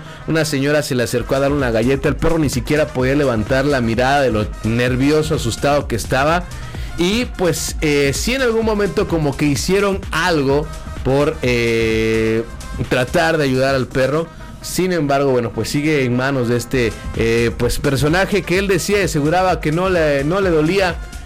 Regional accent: Mexico; de nosotros como mexicanos.

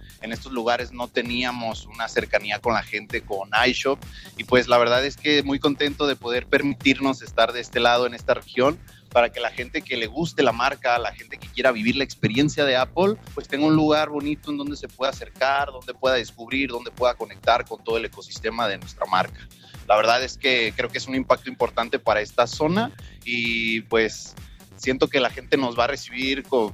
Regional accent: Guadalajara, Jalisco, Mexico; moved away; yo vengo de Guadalajara

